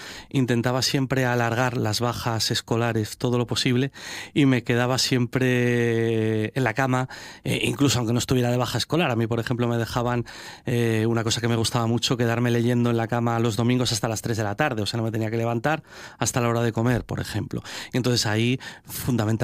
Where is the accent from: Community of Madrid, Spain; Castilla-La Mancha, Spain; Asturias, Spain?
Asturias, Spain; Oviedo; en mi barrio de Vallovín, ¿no? En mi barrio natal, antes de marchar a otro lugar que también visitamos en la serie, donde mira, también me crió a partir de los 11 años, que es Caces, a la ribera del Nalón.